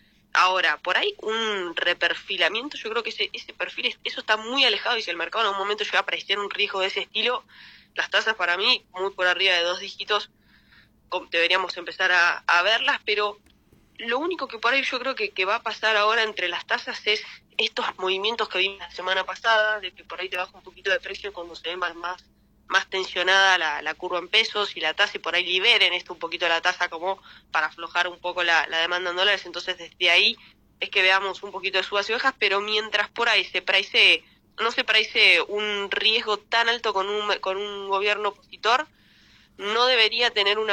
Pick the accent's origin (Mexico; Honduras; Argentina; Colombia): Argentina; seguimos siendo Argentina